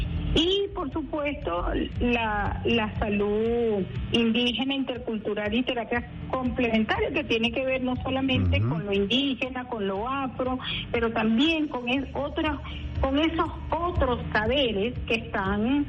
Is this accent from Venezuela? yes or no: yes; Guajira Peninsula, Venezuela; Como venezolana, como guayú, como indígena